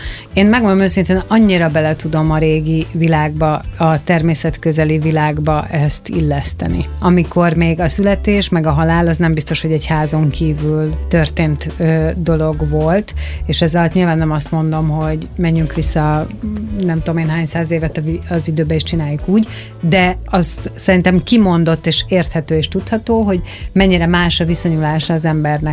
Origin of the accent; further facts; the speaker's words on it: Budapest, Hungary; born there; valamelyest én is onnan származom, uh-huh. vagy hát a nagyszüleim, mert én már Budapesten születtem